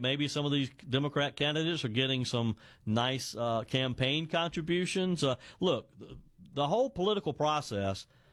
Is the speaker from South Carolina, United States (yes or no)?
yes; South Carolina, United States; Linda is in my home state of South Carolina as well.